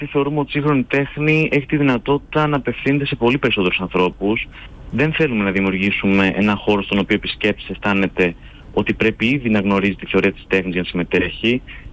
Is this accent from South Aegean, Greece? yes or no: yes; Danakos, South Aegean, Greece; εγώ έχω καταγωγή από την Νάξο, από το Δανακό συγκεκριμένα το χωριό, οπότε πέρασα τα περισσότερα παιδικά μου χρόνια εδώ